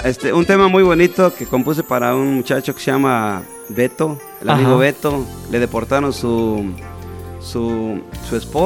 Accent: Michoacán, Mexico; grupos de aquí de mi Michoacán

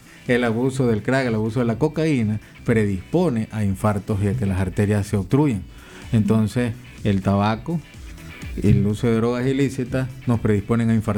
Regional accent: Nicaragua; Pues yo sé que como nicaragüense tenemos una dieta muy rica en ácido graso.

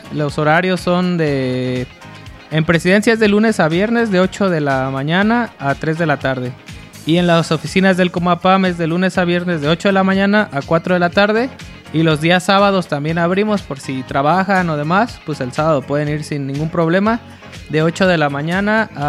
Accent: Mexico; como buenos mexicanos, dejamos todo al final

